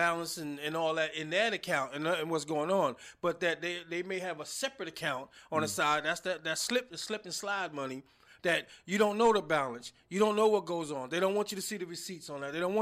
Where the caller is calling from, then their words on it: New York, United States; So I'm from New York